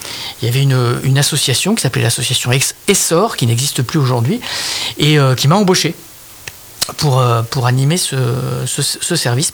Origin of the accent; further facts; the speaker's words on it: Normandy, France; moved away as an adult; also born or lived in Rouen; now in Clamecy, France; Je viens de Normandie, en fait, à la base. Donc j'ai passé du temps à Rouen. J'ai habité à Rouen pendant 12 ans.